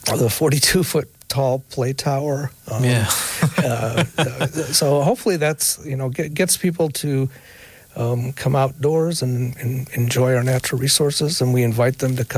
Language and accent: English; Toledo, Ohio, United States; also born or lived in Oregon, Ohio; I grew up partly in East Toledo and partly in Oregon.